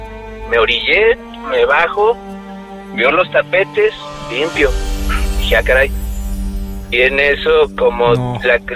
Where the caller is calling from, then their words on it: Guadalajara, Jalisco, Mexico; De Guanatos.